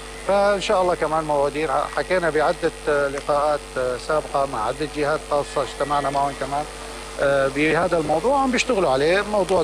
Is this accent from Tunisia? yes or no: no; Aleppo, Aleppo Governorate, Syria; نحن من حلب،